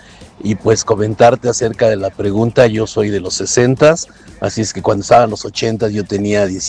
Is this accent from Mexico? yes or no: yes; Mexico City, Mexico; born there; yo nací en la Ciudad de México, iba a la Glorieta de Insurgentes, por ahí cerquita de la Glorieta